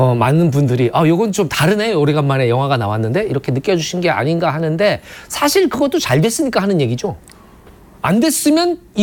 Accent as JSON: {"language": "Korean", "country": "South Korea", "said": "저는 우리 한국인들이 진짜 대단한 사람들인 것 같아요."}